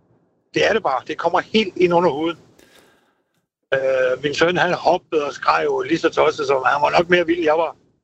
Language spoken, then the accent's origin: Danish; Lolland, Zealand, Denmark; moved away as an adult; now in Thy, Denmark; Jeg er jo født og opvokset på Lolland